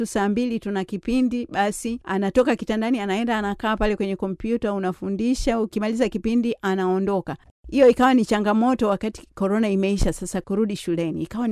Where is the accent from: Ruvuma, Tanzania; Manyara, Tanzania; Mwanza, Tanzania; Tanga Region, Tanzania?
Tanga Region, Tanzania; Lushoto; moved away as an adult; now in Austria; mimi natoka Lushoto kule Gare